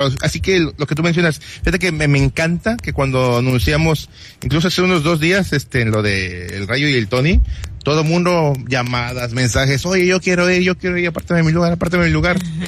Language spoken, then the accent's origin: Spanish; Mexico; Pero siempre somos mexicanos, somos así